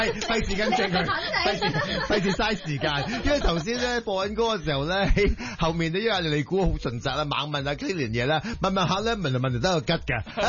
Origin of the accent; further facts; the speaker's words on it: Hong Kong; 我哋香港人